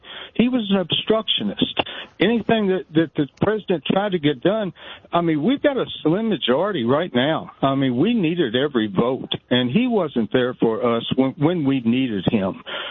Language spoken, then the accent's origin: English; Louisville, Kentucky, United States; moved away as an adult; now in Lebanon Junction, United States; I'm not too far from Louisville. Matter of fact, I moved away from Louisville because of primarily the politics and what they had done to my city that I had been born and raised in.